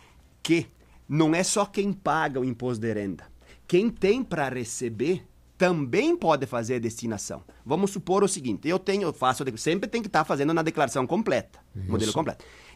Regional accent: São João da Urtiga, Rio Grande do Sul, Brazil; Vou pegar a minha terra agora, São João da Ortiga, que é bem menor do que Sananduva, bem menor

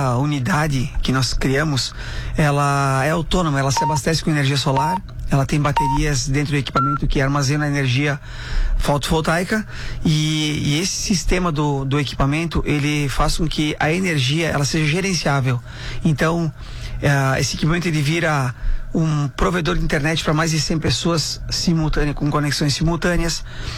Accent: Guaporé, Rio Grande do Sul, Brazil; Nós somos de Guaporé

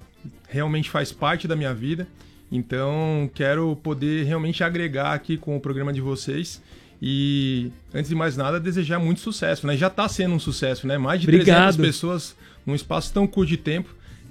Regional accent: Sorocaba, São Paulo, Brazil; also born or lived in Florianópolis; now in Chapecó, Brazil; eu sou paulista. Sou de Sorocaba, São Paulo.

